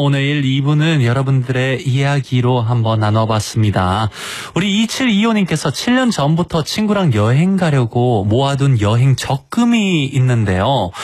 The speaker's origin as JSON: {"language": "Korean", "country": "Singapore", "tie": "born or raised there", "said": "저는 싱가포르를 초중고를 다 살고 왔거든요. 그래서 어떻게 보면 저의 고향 같은 그런 느낌도 없잖아 있는데"}